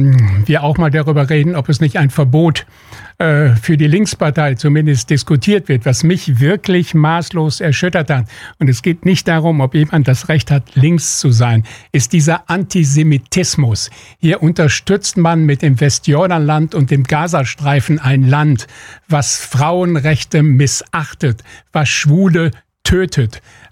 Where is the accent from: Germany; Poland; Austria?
Germany; wir als Deutsche